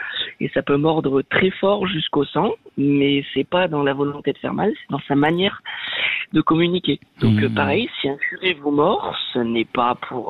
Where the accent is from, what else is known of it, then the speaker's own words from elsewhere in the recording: France; Moi, je suis de nationalité française, je suis français